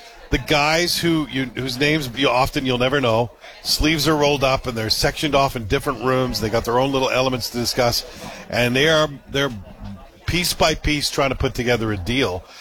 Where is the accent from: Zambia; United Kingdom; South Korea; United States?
United Kingdom; Scotland; born there; moved away; I was born in Scotland?